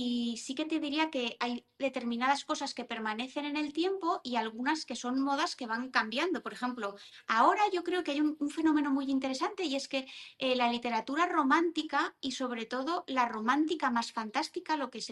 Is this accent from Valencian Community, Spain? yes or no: yes; Valencia, Valencian Community, Spain; now in Madrid, Spain; yo soy valenciana